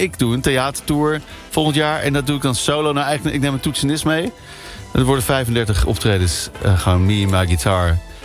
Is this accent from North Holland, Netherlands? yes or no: yes; Haarlem, North Holland, Netherlands; born there; Patronaat Haarlem, mijn geboortestad.